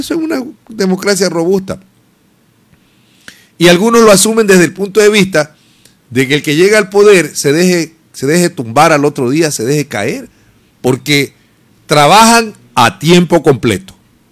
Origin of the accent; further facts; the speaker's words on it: Ecuador; para entendernos como ecuatorianos.